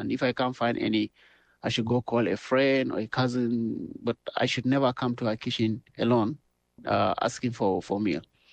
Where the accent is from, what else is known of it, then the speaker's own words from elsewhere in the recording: Kakara, Taraba, Nigeria; I'm from Kakara, Taraba State, Nigeria.